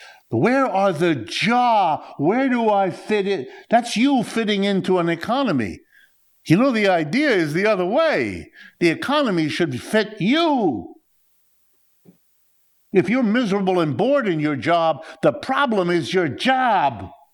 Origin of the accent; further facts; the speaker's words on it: United States; I'm an American.